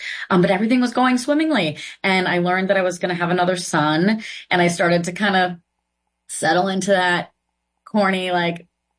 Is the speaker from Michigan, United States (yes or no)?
no; Massachusetts, United States; And I'm in Boston. And I think, travel where? Where am I going to go? You know, I grew up in Massachusetts. I worked for a while in New York State.